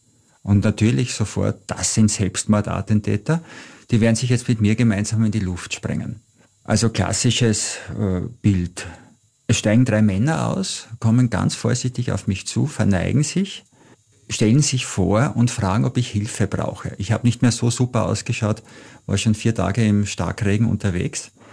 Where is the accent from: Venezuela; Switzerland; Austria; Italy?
Austria; Ich komme aus Austria. No kangaroos, but Arnold Schwarzenegger.